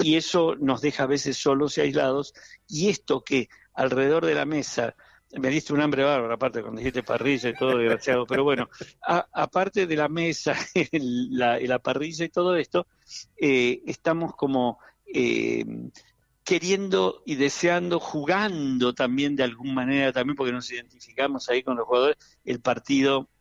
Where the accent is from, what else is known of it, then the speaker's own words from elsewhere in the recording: Argentina; soy argentino yo también